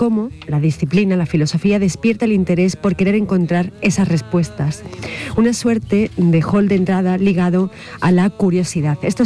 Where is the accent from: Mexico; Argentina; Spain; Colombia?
Spain; Andalusia; que somos andaluces